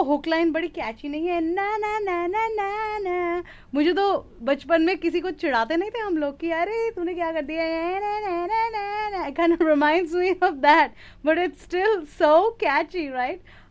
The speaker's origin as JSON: {"language": "Hindi", "region": "West Bengal", "country": "India", "said": "मतलब फन चीज ये है कि मैं तो बंगाली हूँ, मैं तो मुझे भंगड़ा उतना अच्छे से आता भी नहीं है। I am not even a Punjabi"}